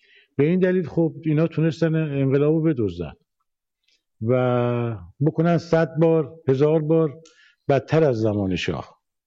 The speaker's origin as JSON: {"language": "Persian", "town": "Tehran", "region": "Tehran Province", "country": "Iran", "tie": "born there", "said": "من در تهران به دنیا آمدم و در یه خانواده مذهبی و متوسط، بعد وارد دانشگاه تهران شدم"}